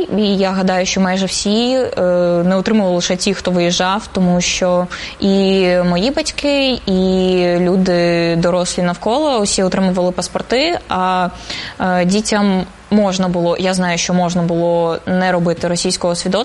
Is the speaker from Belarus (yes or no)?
no; Russia; я росіянка і дуже добра росіянка, я дуже люблю українців